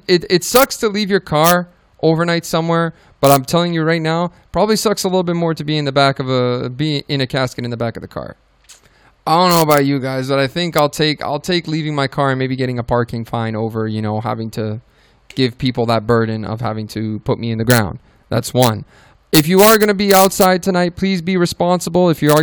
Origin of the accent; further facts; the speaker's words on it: Bosnia & Herzegovina; If you don't know, I'm a Serb from Bosnia. Just know I'm both Serbian and Bosnian.